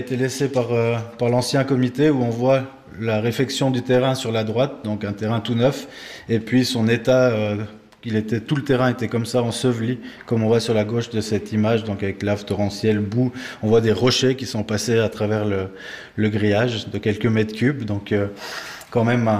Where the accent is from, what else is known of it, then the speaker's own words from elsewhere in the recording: Chamoson, Valais, Switzerland; moved away; je suis originaire de Chamozon, je n'y vis plus